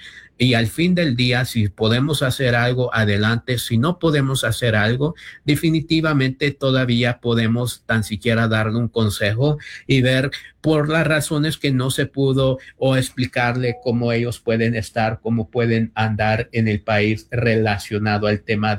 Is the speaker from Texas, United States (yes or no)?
no; Los Angeles, California, United States; born there; also born or lived in Oaxaca, Mexico; Yo personalmente soy mexicano, nací en Oaxaca, México, tuve la experiencia de ser inmigrante, humildemente crecí en el sur centro de Los Ángeles durante un tiempo, también no conté con los papeles y pues crecí en el sur centro de Los Ángeles.